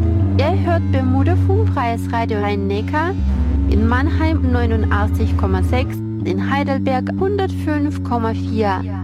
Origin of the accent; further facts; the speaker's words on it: Latvia; moved away; diese Episode ist für mich auch persönlich. Ich bin Mitte der 80er in Lettland geboren und dort aufgewachsen.